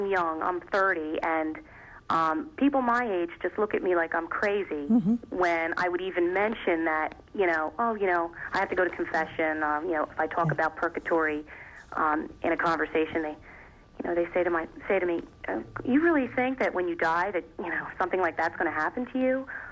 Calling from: Philadelphia, Pennsylvania, United States; I'm from Philadelphia, Pennsylvania, outside.

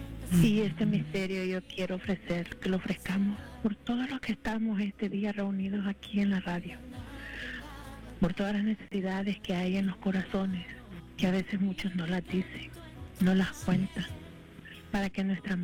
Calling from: Virginia, United States; llamo de Virginia.

